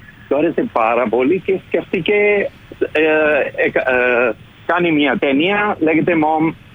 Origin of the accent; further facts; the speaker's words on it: India; Greek is a second language; Πάντων να μιλάω ελληνικά, ξέρετε, είμαι ξένος από Ινδία.